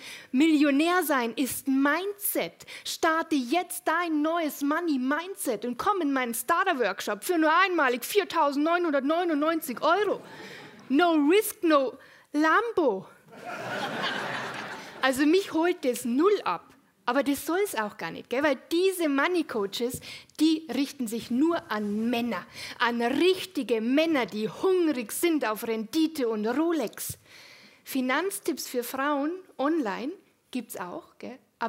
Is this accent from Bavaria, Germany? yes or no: yes; Munich, Bavaria, Germany; Ich komme aus München.